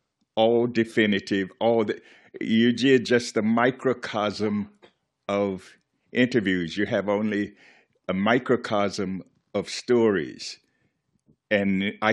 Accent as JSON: {"language": "English", "region": "the South", "country": "United States", "said": "and I'm from deep from the South, segregated South. So I have those experiences as well."}